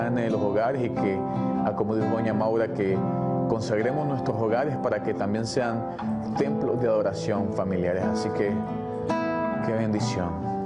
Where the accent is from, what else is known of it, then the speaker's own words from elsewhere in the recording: Nicaragua; Gracias a las personas que nos escriben mucho de Nicaragua, que es de donde soy.